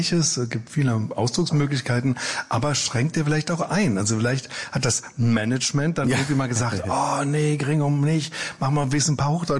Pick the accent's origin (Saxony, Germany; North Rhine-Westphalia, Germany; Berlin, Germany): Berlin, Germany; accent: Berlinisch; so im normalen Leben Berliner ich ja auch sehr, sehr gerne.